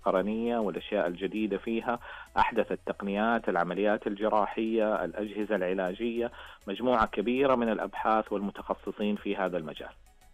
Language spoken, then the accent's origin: Arabic; Saudi Arabia; احنا عندنا في السعودية